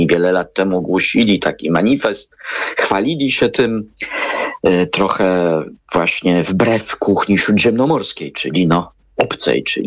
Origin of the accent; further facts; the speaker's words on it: Toruń, Kuyavian-Pomeranian Voivodeship, Poland; ja jestem z Torunia i są pewne firmy zakorzenione, które produkują na przykład pierniki, tak?